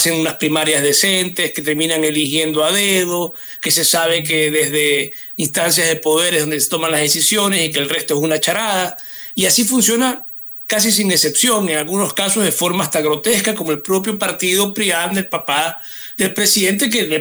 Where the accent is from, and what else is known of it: Ecuador